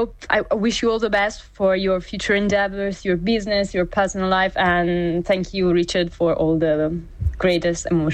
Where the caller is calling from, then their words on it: Milan, Lombardy, Italy; English is a second language; I'm calling from Milan, Italy.